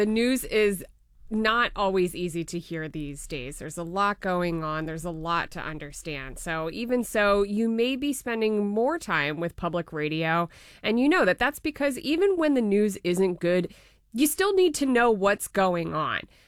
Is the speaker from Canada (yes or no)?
no; Annapolis, Maryland, United States; So I grew up in Maryland. I grew up in Annapolis, and I grew up listening to WYPR.